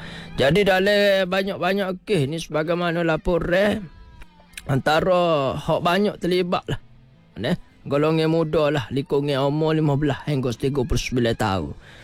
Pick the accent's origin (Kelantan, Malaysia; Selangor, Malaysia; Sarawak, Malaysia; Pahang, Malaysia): Kelantan, Malaysia; Maruah kita sebagai orang Kelantan.